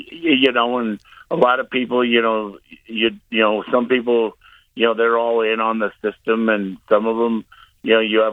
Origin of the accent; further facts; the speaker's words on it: Wyoming, United States; moved away as an adult; also born or lived in Nebraska; now in Utah, United States; being in the Midwest and growing up in Western Wyoming, we grew up on a dairy farm.